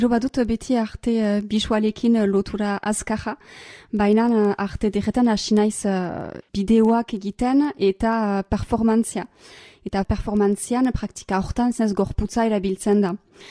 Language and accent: Basque; Bayonne, Nouvelle-Aquitaine, France; Antzerkiarekin egiten da eta Baionakoa naiz.